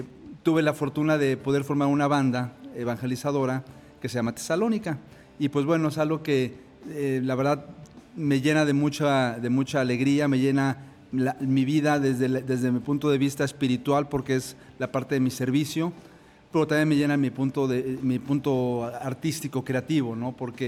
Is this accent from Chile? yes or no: no; Mexico City, Mexico; now in Guadalajara, Mexico; soy de la Ciudad de México, me vine a vivir a Guadalajara ya hace muchos años. Soy de Jalisco adoptado, pero muy, muy contento, aquí ya me casé, aquí nació mi hija.